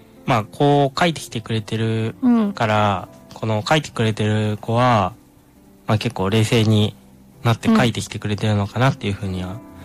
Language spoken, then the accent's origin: Japanese; Osaka, Japan; now in Tokyo, Japan; 僕大阪出身で、で東京に来て、